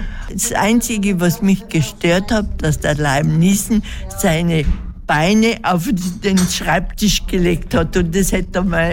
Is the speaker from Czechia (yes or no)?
yes; Svitavy, Pardubice Region, Czechia; Und der hat bei uns in Zwittau, nicht weit weg von unserer Wohnung, hat er auch eine Wohnung gehabt, ein Haus bewohnt.